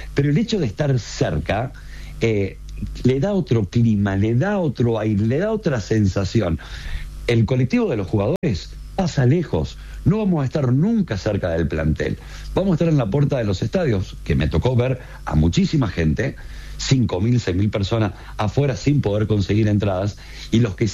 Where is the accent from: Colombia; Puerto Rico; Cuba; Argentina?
Argentina; cómo somos los argentinos, en este caso con el fútbol